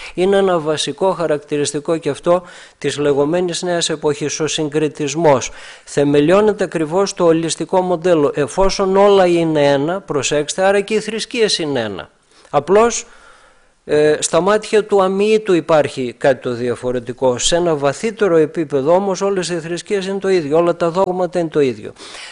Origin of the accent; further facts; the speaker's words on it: Greece; είμαστε Έλληνες και βρεθήκαμε ορθόδοξοι